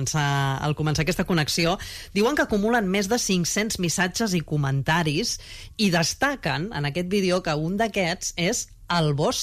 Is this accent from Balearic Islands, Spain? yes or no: no; Catalonia, Spain; És que com som els catalans